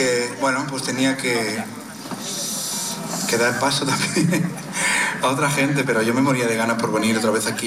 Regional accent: Spain; Y de alguna manera también celebramos que yo no soy muy futbolero, pero bueno, hagan España, si soy español.

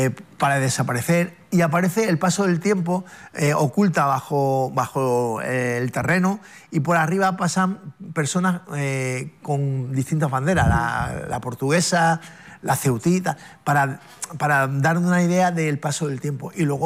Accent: Ceuta, Spain; moved away as an adult; llevo ya 27 años viviendo en otras ciudades, y siempre cuando le digo, no, es que yo soy de Ceuta, yo soy caballa

